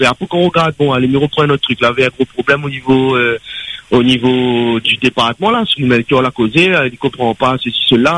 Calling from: Réunion; nous, en tant que réunionnais

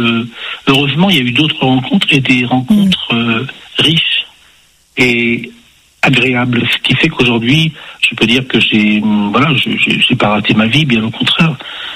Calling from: Évreux, Normandy, France; j'habite à Évreux

